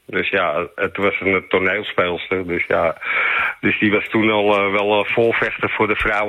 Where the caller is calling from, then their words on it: Amsterdam, North Holland, Netherlands; we zijn Amsterdammers.